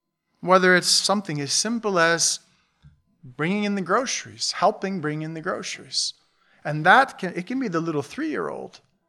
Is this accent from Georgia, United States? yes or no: no; Buffalo, New York, United States; We grew up in Buffalo, south of Buffalo